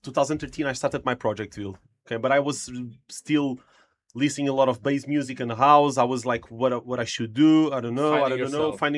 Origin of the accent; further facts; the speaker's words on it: Almada, Lisbon, Portugal; I'm from Lisbon. I was born here. I live my childhood in Almada and Costa, but since the high school, I started high school. I started like being like a regular Lisbon guy.